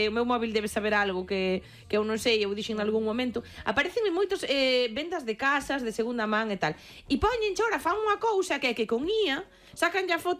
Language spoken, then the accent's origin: Galician; Galicia, Spain; Bueno, a ver, non somos de Almería, somos galegos.